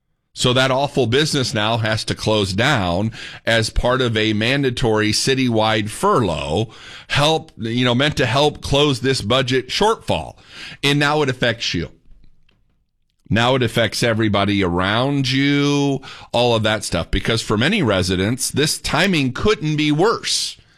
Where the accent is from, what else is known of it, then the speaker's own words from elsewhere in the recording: Indiana, United States; I come from Indiana.